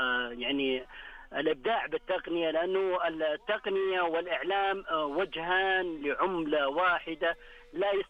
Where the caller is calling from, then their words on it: Riyadh, Riyadh Province, Saudi Arabia; أكلمك أنا من الرياض.